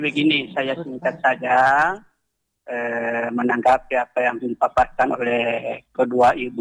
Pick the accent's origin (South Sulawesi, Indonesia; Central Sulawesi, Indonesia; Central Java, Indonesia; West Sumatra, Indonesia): Central Sulawesi, Indonesia; kebetulan saya juga ini sebagai putra Bol